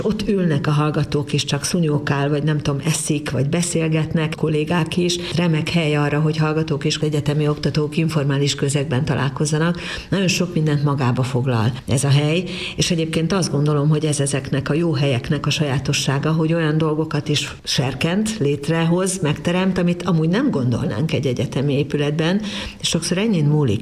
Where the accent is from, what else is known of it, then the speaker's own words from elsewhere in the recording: Debrecen, Hajdú-Bihar, Hungary; Ó, igen, hát én debreceni vagyok, és nyilván, mint minden 14-15 éves embernek fogalmam nem volt, hogy mi leszek